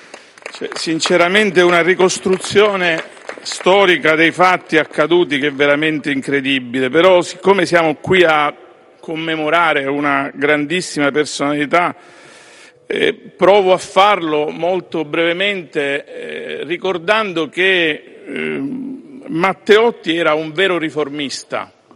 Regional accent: Sicily, Italy

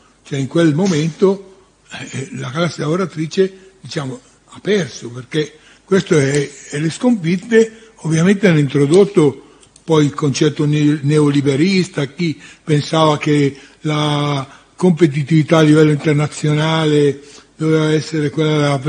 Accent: Lombardy, Italy; visto che siamo lombardi tutti

